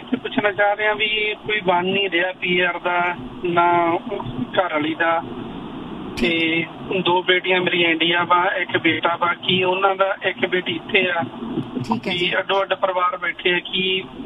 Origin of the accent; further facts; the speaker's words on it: Moga, Punjab, India; born there; ਤੇ ਜਿਹੜਾ ਮੋਗਾ ਪੰਜਾਬ ਆ।